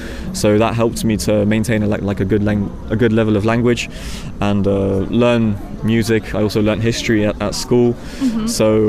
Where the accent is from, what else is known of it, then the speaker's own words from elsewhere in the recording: London, United Kingdom; I grew up in London in the UK, where I went to school and finished school.